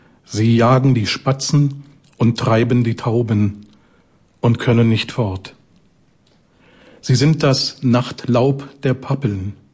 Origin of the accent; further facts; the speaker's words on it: Frankfurt, Brandenburg, Germany; Also ein paar Gedichte zu Frankfurt-Oder, meiner Heimatstadt.